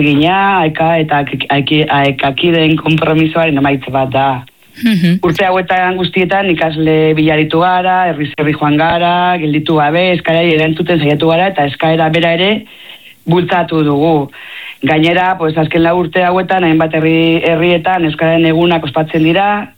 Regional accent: Elgoibar, Basque Country, Spain; moved away as an adult; now in Tudela, Spain; ni izatez Elgoibartarra naiz.

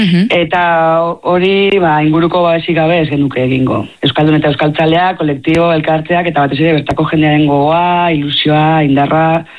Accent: Elgoibar, Basque Country, Spain; moved away as an adult; now in Tudela, Spain; ni izatez Elgoibartarra naiz.

